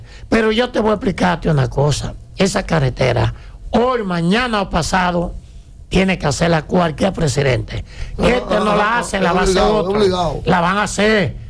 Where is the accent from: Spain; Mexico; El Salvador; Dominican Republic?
Dominican Republic; Yo nací ahí. Yo nací en Loma del Copel.